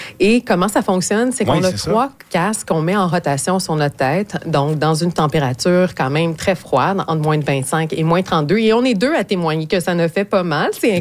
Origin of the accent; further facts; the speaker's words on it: Montreal, Quebec, Canada; même si je viens de Montréal.